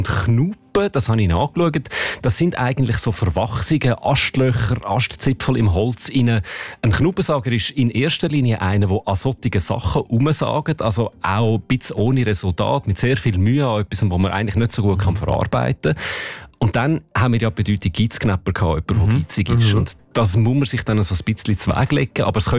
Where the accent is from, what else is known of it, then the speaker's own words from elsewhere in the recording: Zurich, Switzerland; geht mir ja ähnlich, auch als Zürcher